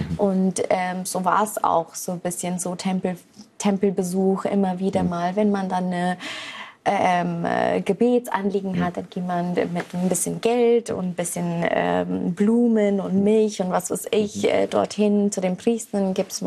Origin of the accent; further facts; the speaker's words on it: Singapore; Und ich bin ja aus Singapur und da haben wir unser eigener Hinduismus, würde ich sagen.